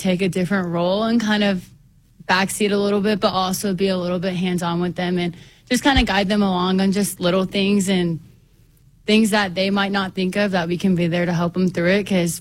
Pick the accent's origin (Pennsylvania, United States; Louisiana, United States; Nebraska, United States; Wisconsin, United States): Nebraska, United States; Arapahoe; I'm from Nebraska, small town, Arapaho.